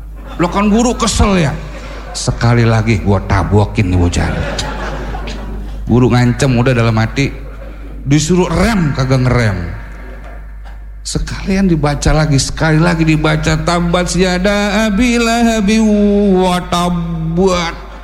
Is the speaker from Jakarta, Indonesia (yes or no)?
yes; Jakarta, Indonesia; Ya saya kan orang Betawi pinggiran Pak. Tadi kata MC saya orang Jakarta, padahal sih nggak tapi Jakarta saya.